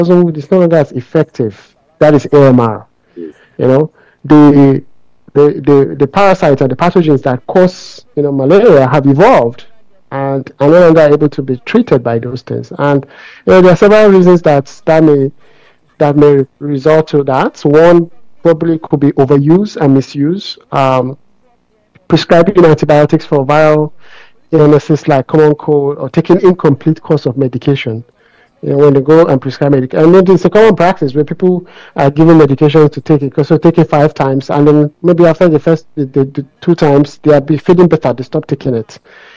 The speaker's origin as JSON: {"language": "English", "country": "Nigeria", "tie": "born or raised there", "said": "I don't know, you know, growing up in Nigeria, you may have heard people used to say that, oh, particular strains of malaria no longer respond to the malaria medication."}